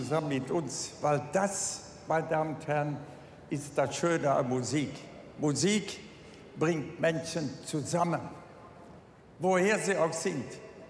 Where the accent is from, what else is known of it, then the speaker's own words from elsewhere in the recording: Maastricht, Limburg, Netherlands; Ich komme aus Maastricht.